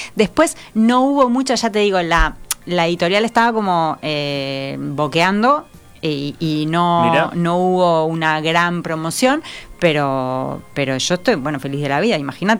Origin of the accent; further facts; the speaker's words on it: Uruguay; now in Pyrenees, Spain; mi país de origen